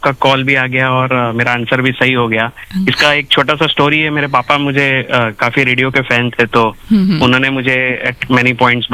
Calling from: Mumbai, Maharashtra, India; मैं मुंबई से हूँ।

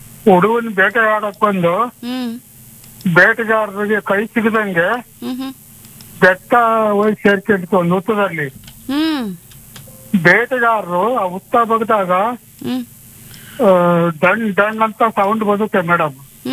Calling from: Davanagere district, Karnataka, India; ನಾವು ದಾವಣಗೆರೆ ಜಿಲ್ಲೆ ತಣೀರಿ ತಾಲೂಕು, ಉಡುಗಿರಿ ಕ್ಷೇತ್ರ ಅಂತ ಇದೆ ಮೇಡಮ್ ನಮ್ಮೂರು.

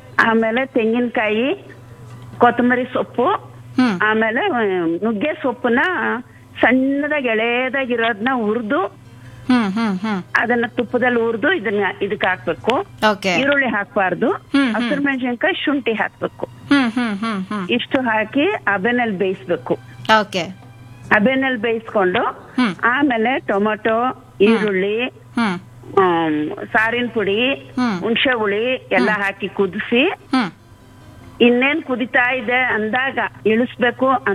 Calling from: Tumakuru, Karnataka, India; ತುಮಕೂರಿಂದ

